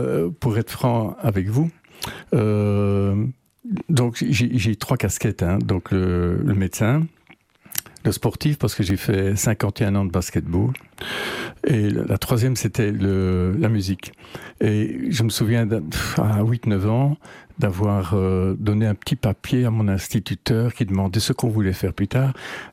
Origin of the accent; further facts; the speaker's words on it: Hasselt, Flanders, Belgium; also born or lived in Landen / Brussels; mon papa étant militaire, donc j'ai grandi à Hasselt, Landen, Bruxelles